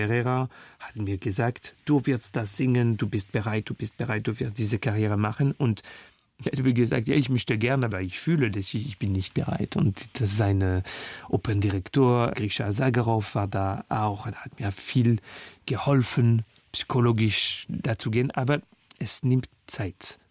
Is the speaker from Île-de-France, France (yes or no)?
yes; Paris, Île-de-France, France; born there; German is a second language; weil ich singe ein paar Kilometer von wo ich geboren bin, in Clinique des Lilas, beim 20. Arrondissement.